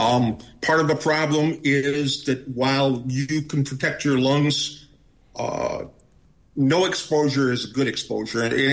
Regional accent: Syracuse, New York, United States; moved away as an adult; now in Manistee, United States; I grew up in Syracuse, New York

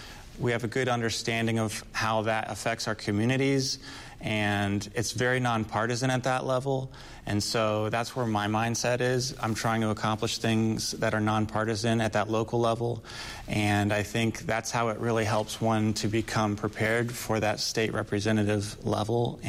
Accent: Atlanta, Georgia, United States; moved away as an adult; also born or lived in Iwakuni, Japan; now in Upper Peninsula, Michigan, United States; I grew up in Atlanta, Georgia.

